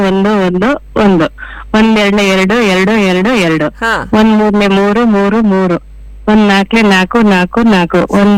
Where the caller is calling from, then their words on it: Shivamogga, Karnataka, India; ನಮ್ಮ ಊರು ಶಿವಮೊಗ್ಗ.